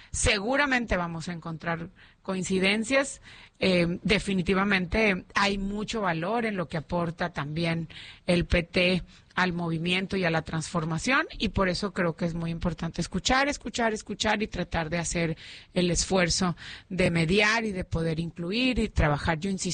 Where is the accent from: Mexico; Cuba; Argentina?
Mexico; Nuevo León; Precisamente lo que queremos es nosotros, como cualquier regio, ¿no? Nos caemos, nos equivocamos, aprendemos, nos sacudimos, nos levantamos y le damos otra vez